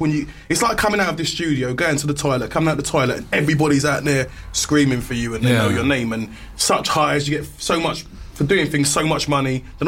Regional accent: Nigeria; I mean, I'm a Nigerian.

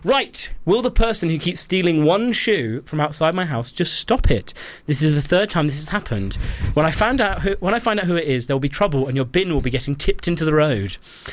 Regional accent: South West England, United Kingdom; I say that as someone from the Southwest.

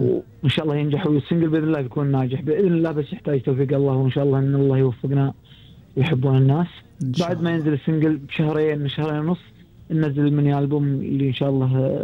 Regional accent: Doha, Qatar; عندنا في الدوحة

